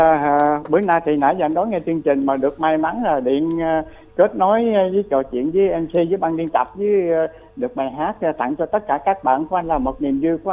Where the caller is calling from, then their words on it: Dong Thap, Vietnam; đến từ Đồng Tháp